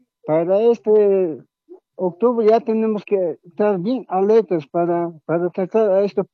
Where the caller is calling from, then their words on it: El Alto, La Paz, Bolivia; Le hablo del Alto, de Ciudad del Alto, del Distrito 8.